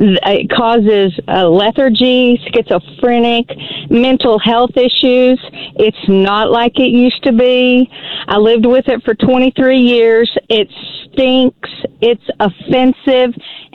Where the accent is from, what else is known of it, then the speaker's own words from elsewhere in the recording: Oklahoma, United States; also born or lived in Oregon; I'm from Oklahoma. I saw this whole thing just come forward